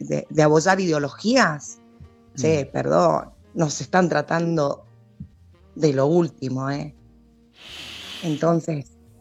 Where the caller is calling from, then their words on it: Mendoza, Argentina; Como argentina te lo digo, Como argentina, no como mendocina, como argentina.